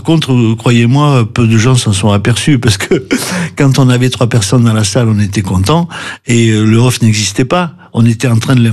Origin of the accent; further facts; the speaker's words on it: south of France, France; chez nous, dans le Sud